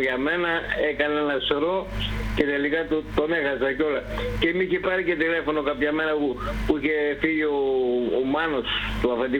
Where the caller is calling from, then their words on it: Nea Efesos, Central Macedonia, Greece; πήγα εδώ στο Στουπί, στο σταθμό εκεί.